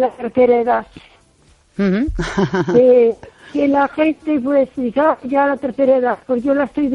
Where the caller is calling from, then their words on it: O Carballiño, Galicia, Spain; Hola, Esther. Buenas noches. … de Carballiño.